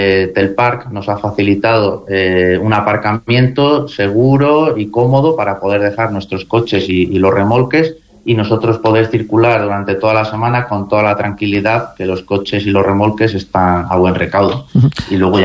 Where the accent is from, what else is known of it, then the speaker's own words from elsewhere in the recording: Aguilar de Campoo, Castile and León, Spain; No, yo de hecho soy de Aguilar de Campo.